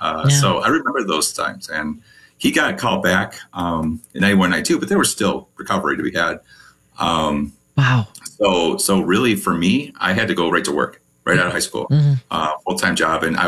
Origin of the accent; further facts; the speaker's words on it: Sandwich, Illinois, United States; So I grew up in Sandwich, Illinois.